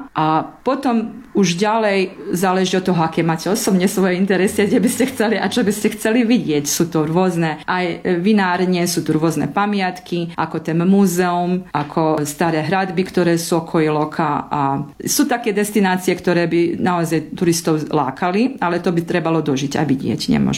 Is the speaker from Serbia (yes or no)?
no; Ilok, Vukovar-Srijem County, Croatia; z Vojvodiny vlastne a taká komunita tu zostala v Iloku. Takže ďaleko sme od mora, máte pravdu.